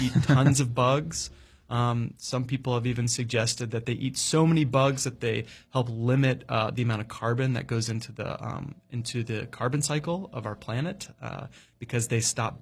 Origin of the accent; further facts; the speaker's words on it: North Carolina, United States; I'd spent my life growing up in the North Carolina mountains